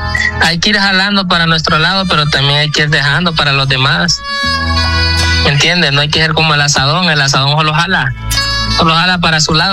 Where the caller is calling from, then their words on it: Tegucigalpa, Francisco Morazán, Honduras; Yo los escucho de aquí, de Tegucigalpa, Honduras.